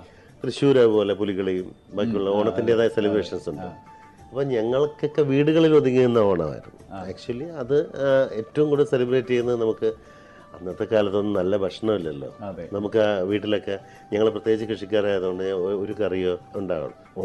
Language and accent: Malayalam; Palakkad, Kerala, India; നമ്മൾ മാതൂർ എന്ന് പറയുന്നത് പാലക്കാട് സൈഡിൽ.